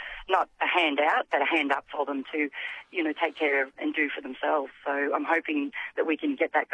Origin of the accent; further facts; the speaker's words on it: Melbourne, Victoria, Australia; I'm from Melbourne, very big AFL supporter